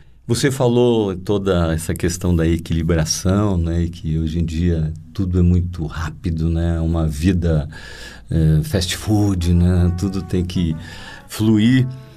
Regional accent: Rio Grande do Sul, Brazil; E como eu sou gaúcho, lá a rede social, ainda que persiste, é o chimarrão

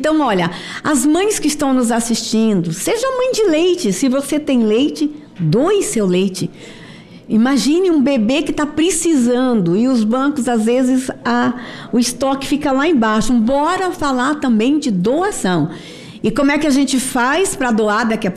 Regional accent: Northeast Region, Brazil; moved away; eu venho do sertão do Nordeste

